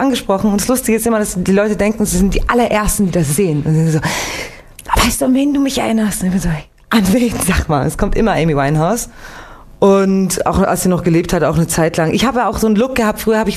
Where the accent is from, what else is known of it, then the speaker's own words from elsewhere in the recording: Winterthur, Zurich, Switzerland; Ich bin geboren in Winterthur, im Kanton Zürich, so 20 Minuten von Zürich entfernt, geboren und aufgewachsen.